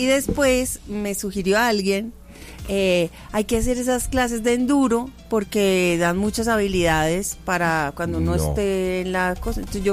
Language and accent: Spanish; Medellín, Antioquia, Colombia; moved away as an adult; yo crecí en la Comuna 13.